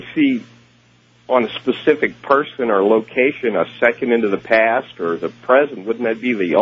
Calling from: Illinois, United States; I'm calling from Illinois, listening on WLAC.

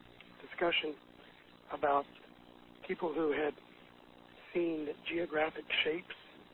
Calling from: Wichita, Kansas, United States; In Wichita.

